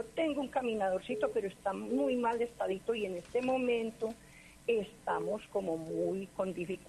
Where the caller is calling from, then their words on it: Colombia; Pues yo vivo por acá en una finca, cerquita al Vergel.